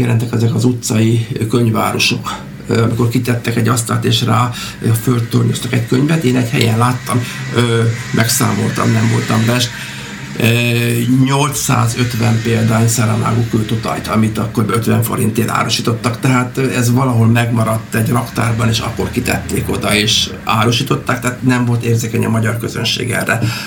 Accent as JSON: {"language": "Hungarian", "country": "Hungary", "said": "Magyarországról vagyunk"}